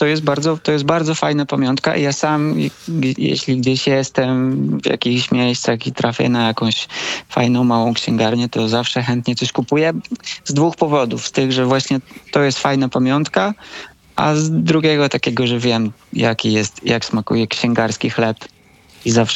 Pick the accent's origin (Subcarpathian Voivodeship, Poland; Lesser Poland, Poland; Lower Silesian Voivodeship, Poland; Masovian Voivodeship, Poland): Subcarpathian Voivodeship, Poland; Sanok; now in Bydgoszcz, Poland; ja pochodzę z Sanoka.